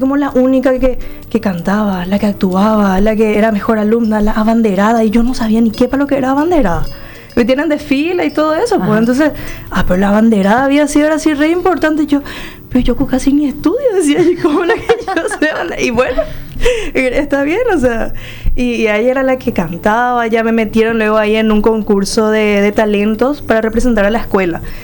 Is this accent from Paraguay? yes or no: yes; Caraguatay, Cordillera, Paraguay; born there; also born or lived in Asunción; Yo soy realmente oriunda de Caraguatay, pero porque yo soy una malcriada de Caraguatay. Yeah. O sea, yo soy arribeña. Yo soy de Asunción. Bueno, yo nací en Asunción.